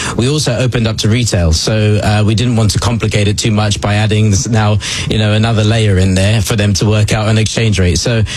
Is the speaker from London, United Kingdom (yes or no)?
yes; London, United Kingdom; I'm from London.